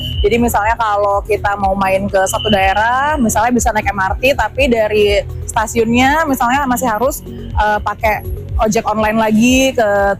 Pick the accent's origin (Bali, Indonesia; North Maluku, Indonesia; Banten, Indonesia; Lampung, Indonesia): Bali, Indonesia; moved away as an adult; now in Jakarta, Indonesia; Aku aslinya dari Bali, cuman udah 6 tahun ini di Jakarta.